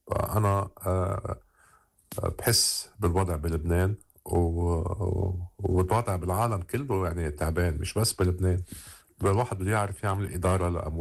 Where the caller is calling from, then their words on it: Liverpool, North West England, United Kingdom; من ليفربول